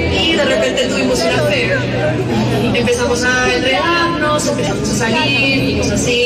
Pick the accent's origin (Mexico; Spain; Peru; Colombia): Colombia; Como decimos en Colombia